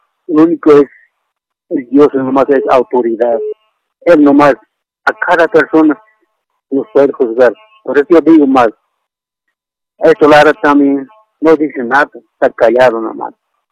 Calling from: Cochabamba, Bolivia; Estoy llamando desde Cochabamba.

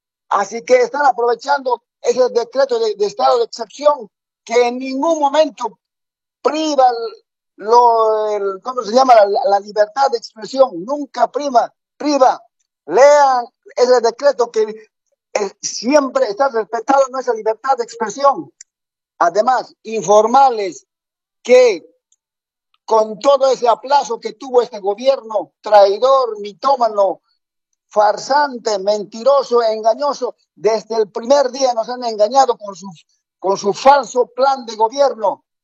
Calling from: Santa Cruz, Bolivia; Desde Santa Cruz, Buena Fe.

